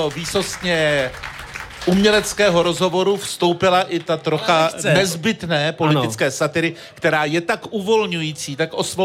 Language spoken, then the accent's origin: Czech; Ostrava, Moravian-Silesian Region, Czechia